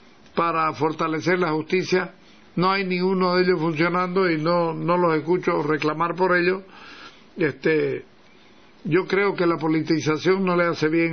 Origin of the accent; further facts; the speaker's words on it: Bolivia; sí somos los bolivianos